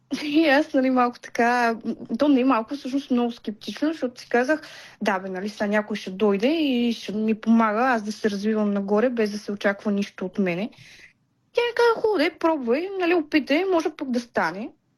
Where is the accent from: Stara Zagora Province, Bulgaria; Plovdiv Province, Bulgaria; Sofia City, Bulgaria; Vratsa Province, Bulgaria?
Vratsa Province, Bulgaria; Byala Slatina; Институцията се намира в Бяла Слатина, моя роден град.